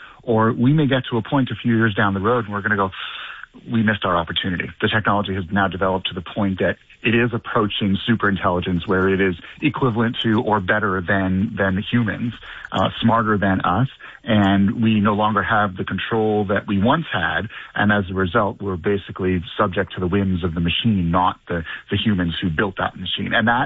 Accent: Canada; As a Canadian

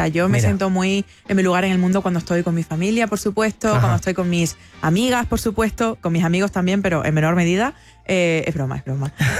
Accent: Almendralejo, Extremadura, Spain; now in Seville, Spain; tengo mi lugar en el mundo tanto en Almendralejo, en mi pueblo natal, como en Sevilla, que es donde vivo actualmente, ¿no?

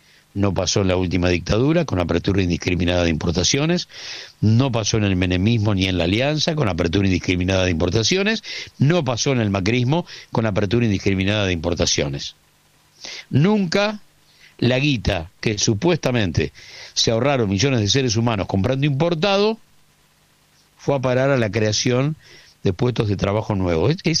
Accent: Argentina

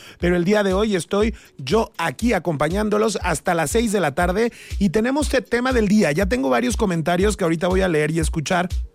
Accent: Mexico; Se gane o se pierda, seguimos siendo mexicanos

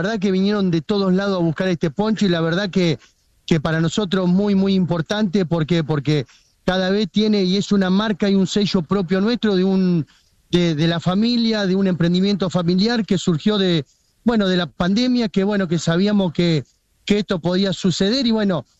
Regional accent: Firmat, Santa Fe, Argentina; soy de Firmá, provincia de Santa Fe.

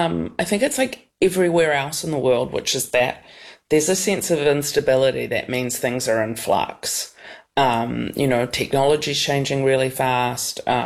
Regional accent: New Zealand

